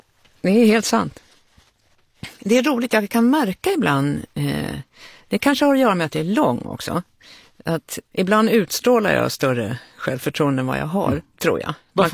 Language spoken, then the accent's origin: Swedish; Danderyd, Stockholm County, Sweden; born there; also born or lived in Skärholmen / abroad; Jag är född i Skärholmen, har bott utomlands och kommer till Djursholm när jag är 10 år.